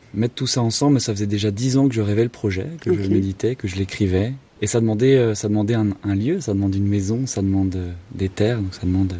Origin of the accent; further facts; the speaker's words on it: Paris, Île-de-France, France; moved away; à la base je viens de Paris.